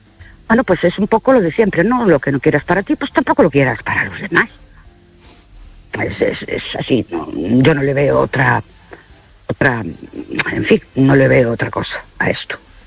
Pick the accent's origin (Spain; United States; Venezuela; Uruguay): Spain; Ourense, Galicia; de Urense otra vez.